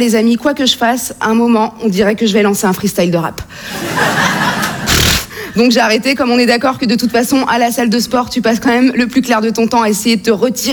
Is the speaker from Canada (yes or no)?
no; France